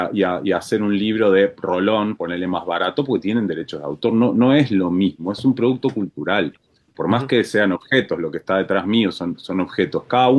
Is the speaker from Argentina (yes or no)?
yes; Argentina; creo que como argentinos sí lo entendemos